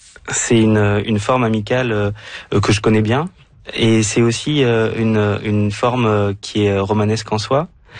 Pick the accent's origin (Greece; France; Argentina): France; Nancy, Grand Est; J'ai grandi à Nancy.